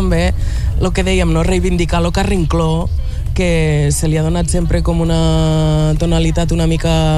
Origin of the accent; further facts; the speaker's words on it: Catalonia, Spain; som tres noies de Ponent, de la nostra terra